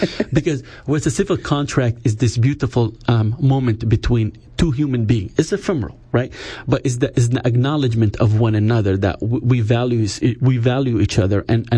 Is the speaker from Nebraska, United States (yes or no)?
yes; Nebraska, United States; also born or lived in San Francisco Bay Area; no, I'm from Nebraska.